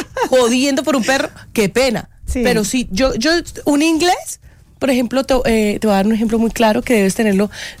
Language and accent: Spanish; Bogotá, Colombia; Y el man, parce, pues yo soy de Bogotá.